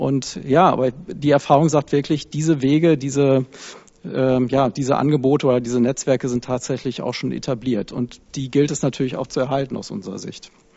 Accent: Flensburg, Schleswig-Holstein, Germany; und gerade ich komme aus Flensburg, nicht von großen Unternehmen.

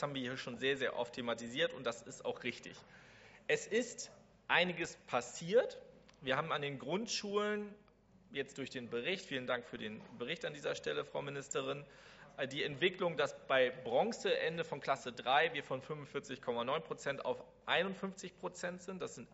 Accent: Wewelsfleet, Schleswig-Holstein, Germany; Ich komme aus Wewelsfleet.

